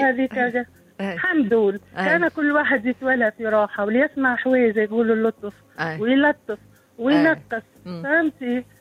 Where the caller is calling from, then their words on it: southern Tunisia, Tunisia; وأنا نسكن في الجنوب أصلي من الجنوب